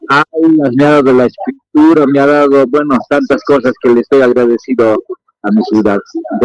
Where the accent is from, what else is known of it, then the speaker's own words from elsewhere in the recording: La Paz, Bolivia; now in El Alto, Bolivia; mi querida ciudad, mi ciudad natal, la ciudad de La Paz